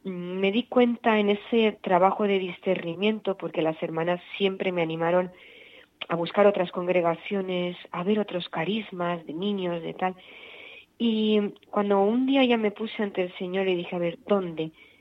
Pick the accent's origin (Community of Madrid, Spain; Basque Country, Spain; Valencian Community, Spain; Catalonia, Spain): Valencian Community, Spain; Oliva; yo soy hija de Oliva, de un pueblecito, el último pueblecito de Valencia, y vengo de una familia cristiana practicante. Mis padres toda la vida han sido panaderos